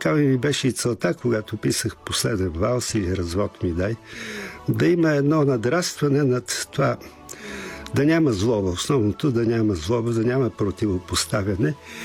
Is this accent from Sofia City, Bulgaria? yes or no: yes; Sofia, Sofia City, Bulgaria; аз съм израснал в центъра на София.